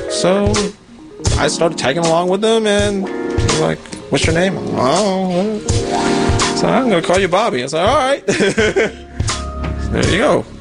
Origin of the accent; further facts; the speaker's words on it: Maryland, United States; also born or lived in Korea; I've been up here about 12 years. Hello, JJ. Because I grew up in Maryland.